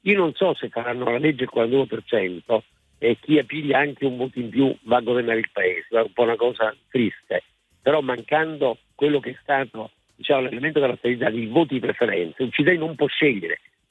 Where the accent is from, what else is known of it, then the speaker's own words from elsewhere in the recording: Naples, Campania, Italy; io che sono napoletano